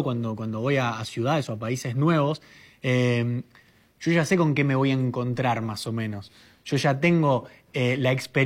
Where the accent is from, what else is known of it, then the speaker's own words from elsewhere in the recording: Buenos Aires, Argentina; accent: Buenos Aires ye (sheísmo); first language Spanish; en Argentina, sobre todo en Buenos Aires, que es de donde soy yo, todo es con ye, es shopping, gallina, llave, lluvia.